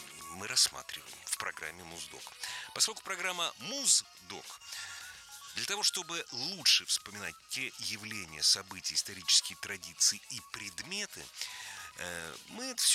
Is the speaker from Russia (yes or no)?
yes; Moscow, Russia; как настоящий москвич